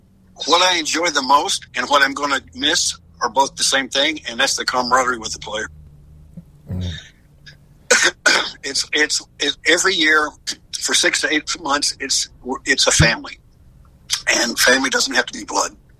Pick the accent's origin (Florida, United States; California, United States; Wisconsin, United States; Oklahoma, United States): Oklahoma, United States; Oklahoma City; moved away; My hometown's Oklahoma City